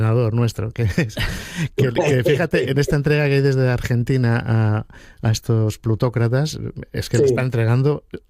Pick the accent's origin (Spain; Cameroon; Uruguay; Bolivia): Spain; yo soy español, católico y taurino.